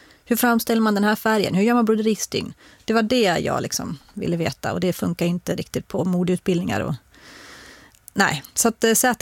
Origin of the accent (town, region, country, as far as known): Dalarna County, Sweden